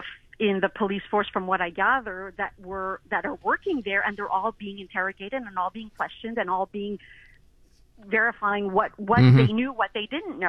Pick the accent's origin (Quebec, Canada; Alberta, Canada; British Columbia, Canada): Quebec, Canada; Montreal; I grew up in Montreal North, and it's a culture that's a very rich population, but it's not an easy population